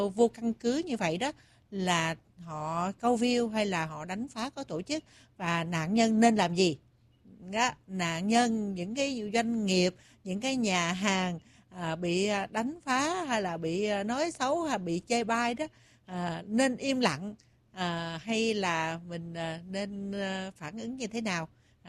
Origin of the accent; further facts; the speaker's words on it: Trang Bang, Tay Ninh, Vietnam; moved away; có một cái món đặc sản ở quê của … đó là bánh tráng Trảng Bàng.